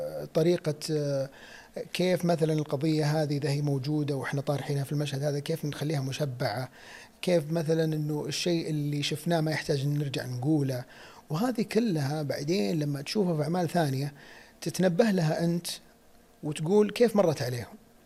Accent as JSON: {"language": "Arabic", "country": "Saudi Arabia", "said": "عندنا في السعودية"}